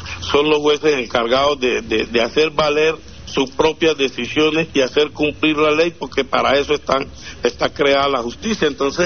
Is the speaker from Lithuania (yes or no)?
no; Colombia; somos colombianos